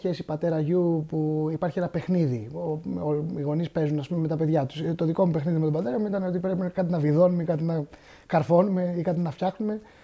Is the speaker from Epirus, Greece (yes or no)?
no; Athens, Attica, Greece; born there; Γεννήθηκα στην Αθήνα. Το 1992.